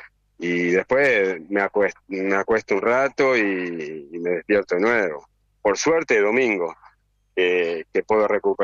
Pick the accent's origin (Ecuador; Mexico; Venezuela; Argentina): Argentina; es lo que nos gusta a nosotros los argentinos